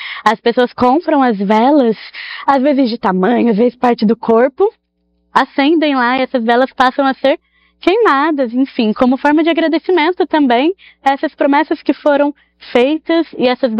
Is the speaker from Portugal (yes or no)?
no; Aparecida, São Paulo, Brazil; Eu passei minha vida toda em Aparecida, então eu sempre estive envolvida nessa questão da fé